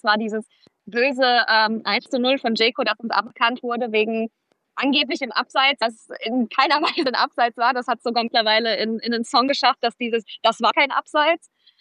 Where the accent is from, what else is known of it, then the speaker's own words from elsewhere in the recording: Mannheim, Baden-Württemberg, Germany; Ich bin in Deutschland geboren und da wird auch natürlich in Deutschland die Daumen gedrückt.